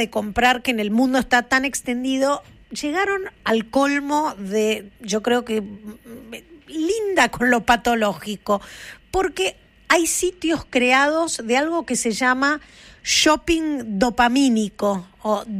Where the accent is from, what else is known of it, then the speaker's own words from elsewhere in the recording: Argentina; Nosotros lo notamos y hemos hablado muchísimo de eso, pero dentro de todo, como argentinos, no lo llevamos haciendo hace tanto tiempo.